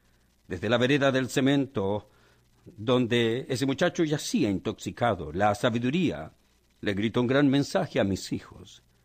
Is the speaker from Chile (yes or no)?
yes; Chile; en mi país, en Santiago, la capital de Chile.